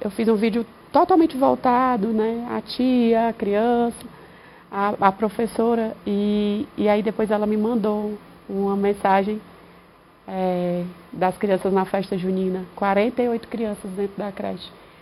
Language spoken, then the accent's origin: Portuguese; Fortaleza, Ceará, Brazil; moved away; Eu não sou daqui, eu sou de Fortaleza, eu vim para cá para tentar uma vida melhor.